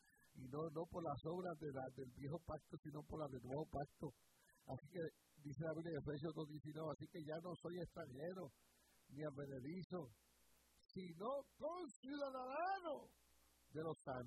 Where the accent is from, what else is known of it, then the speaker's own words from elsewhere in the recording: New York City, New York, United States; born there; Pues yo soy norteamericano de nacimiento, nací aquí en la ciudad de Nueva York, en el Bronx.